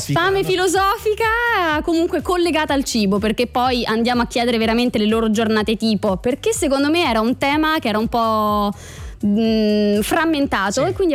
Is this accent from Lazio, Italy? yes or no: yes; Rome, Lazio, Italy; io da romana doc